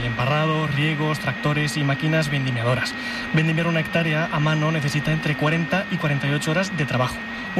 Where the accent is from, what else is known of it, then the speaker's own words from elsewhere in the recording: Villanueva de la Jara, Castilla-La Mancha, Spain; Yo soy de Villanueva de la Jara